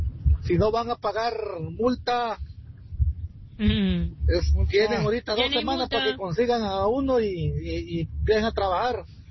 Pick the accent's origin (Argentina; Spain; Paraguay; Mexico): Mexico; Oaxaca; born there; en mi pueblo, Oaxaca.